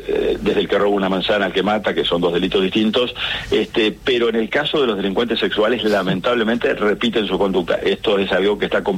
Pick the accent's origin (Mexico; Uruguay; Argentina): Argentina; Creo que nos merecemos como argentino un régimen penal juvenil